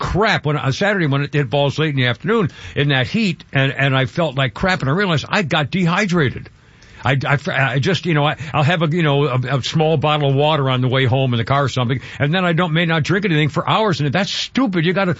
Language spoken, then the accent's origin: English; New England, United States; Well, growing up in New England, where you go out in the, you know, the woods area and the tourist areas